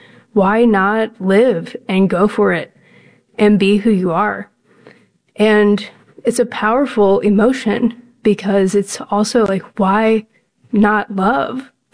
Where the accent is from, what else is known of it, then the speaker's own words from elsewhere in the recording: St. Louis, Missouri, United States; I'm from St. Louis, Missouri.